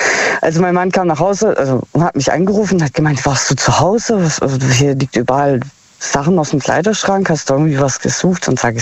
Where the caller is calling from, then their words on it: Heilbronn, Baden-Württemberg, Germany; Aus Heilbronn.